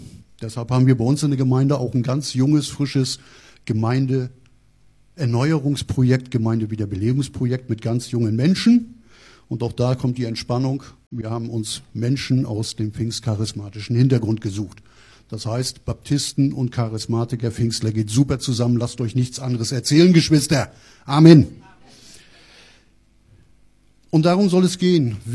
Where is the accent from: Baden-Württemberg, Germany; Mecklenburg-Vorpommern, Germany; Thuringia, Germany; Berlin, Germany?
Mecklenburg-Vorpommern, Germany; Rostock district; accent: northern; Aufgewachsen und geboren bin ich ganz im Norden, hört man vielleicht an der Stimme. Also ich sage mal, das ist jetzt nicht direkt sächsisch. Ich bemühe mich, habe mich auch nie bemüht, meine Heimatsprache zu vergessen. Ich bin eher bemüht, sie nicht völlig durchklingen zu lassen.